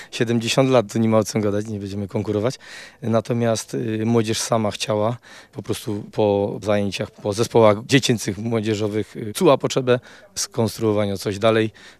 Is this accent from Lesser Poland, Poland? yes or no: yes; Szaflary, Lesser Poland, Poland; Pochodzę ze Saflor, z Szaflar, spod Zakopanego.